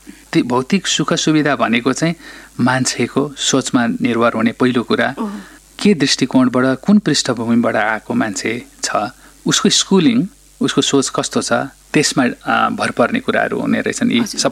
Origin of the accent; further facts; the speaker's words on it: eastern Nepal, Nepal; moved away; फेरि म ओरिजिन अब पूर्वको भएँ, अनि फेरि पूर्व गरेर चाहिँ त्यहाँ 5 वर्ष काम गरेँ।